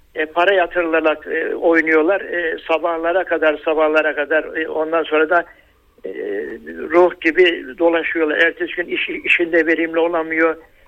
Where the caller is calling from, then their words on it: Sakarya, Turkey; ben Sakarya'dan.